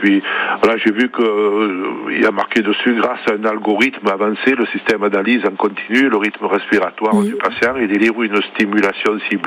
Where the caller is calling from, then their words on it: Paris, Île-de-France, France; je suis à Paris là, depuis à peu près 20 ans.